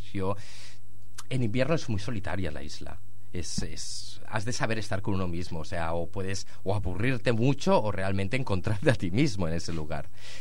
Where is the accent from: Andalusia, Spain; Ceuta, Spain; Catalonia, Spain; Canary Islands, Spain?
Catalonia, Spain; yo me crié en la Costa Brava, en zonas como al lado de Lloret de Mar, la playa de Fanals.